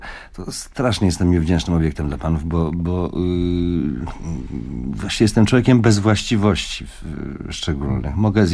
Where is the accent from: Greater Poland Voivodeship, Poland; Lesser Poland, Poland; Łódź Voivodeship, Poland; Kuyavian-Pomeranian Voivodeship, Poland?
Łódź Voivodeship, Poland; Łódź; born there; Tak, urodziłem się w Łodzi na Łęczyckiej 8.